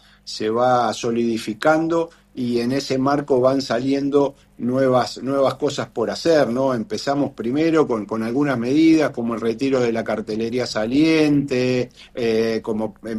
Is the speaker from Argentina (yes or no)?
yes; Argentina; nuestro primer grito de revolución como argentinos